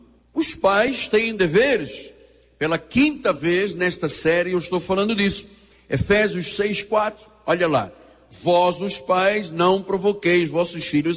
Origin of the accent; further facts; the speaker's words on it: Portugal; moved away; os patrícios da minha terra dizem, quando você acerta o casamento, dizem lá em Portugal